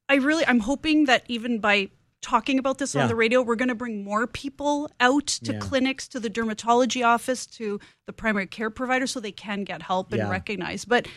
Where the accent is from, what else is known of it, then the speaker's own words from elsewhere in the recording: Canada; I'm Canadian, right, obviously.